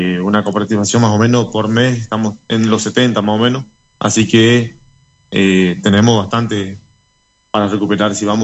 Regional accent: Corrientes, Argentina; nosotros somos de Guaraví, la localidad de Guaraví.

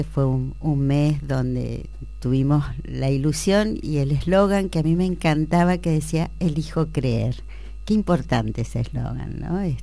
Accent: Argentina

